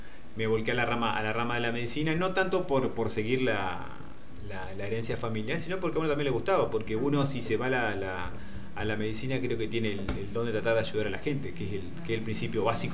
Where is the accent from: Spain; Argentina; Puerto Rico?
Argentina; Diamante, Entre Ríos; also born or lived in Victoria, Entre Ríos; Yo nací en Victoria y a los 3 meses que nací, 3-4 meses, bueno, se vinieron a vivir acá mi papá con mi mamá y ya quedé como un diamantino más